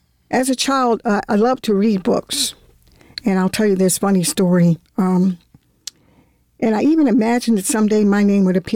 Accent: Baltimore, Maryland, United States; I was born in Baltimore.

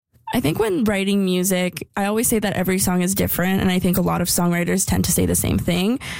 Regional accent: Calgary, Alberta, Canada; I am an artist from Calgary, Alberta.

